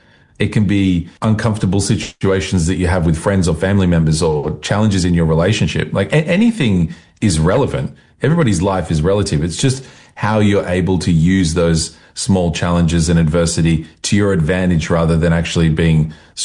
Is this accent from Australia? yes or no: yes; Australia; I'm Australian, it's a cultural thing.